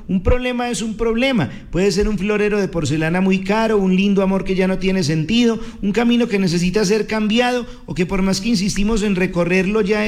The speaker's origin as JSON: {"language": "Spanish", "country": "Colombia"}